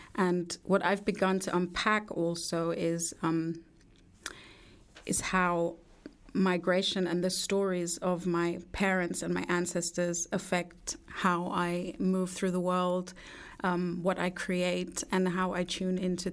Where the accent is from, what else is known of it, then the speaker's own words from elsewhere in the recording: London, United Kingdom; So I grew up in the UK. I grew up in London. Mm-hmm. I was born in London. My mom's from Austria. My dad is from Nigeria, is Igbo.